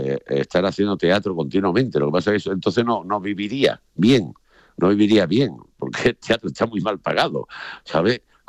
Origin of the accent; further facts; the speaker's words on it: Andalusia, Spain; accent: Andalusian; moved away as an adult; also born or lived in Madrid; porque soy andaluz